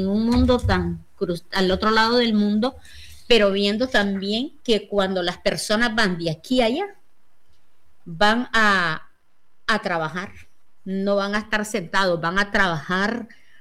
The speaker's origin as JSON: {"language": "Spanish", "town": "Palacagüina", "region": "Madriz", "country": "Nicaragua", "said": "mi pueblo, con proyectos grandes que tenemos en Palacahuina"}